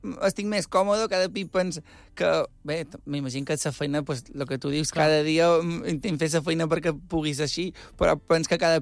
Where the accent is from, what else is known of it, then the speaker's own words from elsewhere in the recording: Balearic Islands, Spain; Som mallorquins.